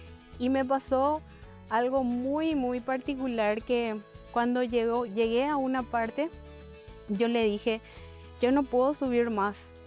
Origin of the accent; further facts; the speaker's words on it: Paraguay; soy de Paraguay